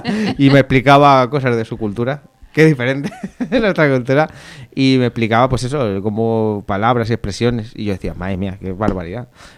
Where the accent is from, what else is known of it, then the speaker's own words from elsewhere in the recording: Madrid, Community of Madrid, Spain; aquí yo siempre pues presumo de la ascendencia manchega y yo salgo fuera y presumo de ser madrileño.